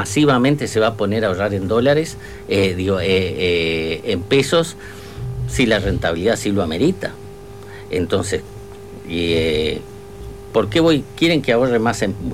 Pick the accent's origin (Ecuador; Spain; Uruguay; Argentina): Uruguay